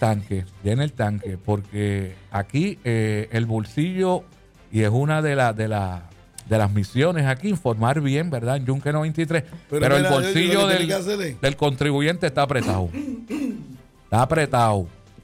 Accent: Puerto Rico; soy puertorriqueño y voy a Puerto Rico, pase lo que pase.

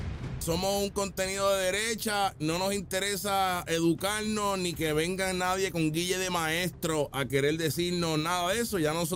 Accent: Puerto Rico; accent: Puerto Rican; No, nosotros tenemos el acento. La gente de las Islas Canarias habla bien parecido a los puertorriqueños.

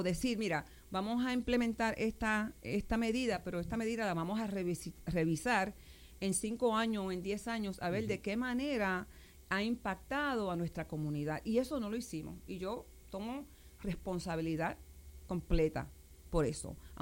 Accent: Machuchal, Puerto Rico; principalmente porque yo nací en Machuchal y me crié parte de mi niñez antes de que papi nos mudara a Calcujún. Pero siempre estuve en Machuchal

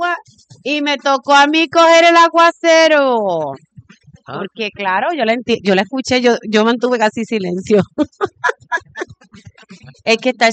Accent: Puerto Rico; Pero así estamos en PR. Pero nada, somos boricua.

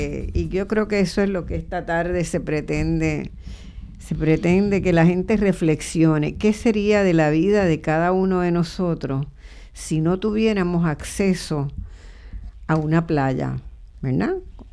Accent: Puerto Rico; Es muy fuerte para uno como puertorriqueño.

